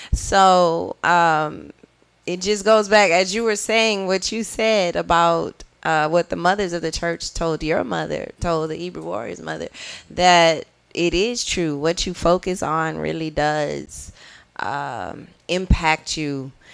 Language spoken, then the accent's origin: English; Texas, United States; we growing up in East Texas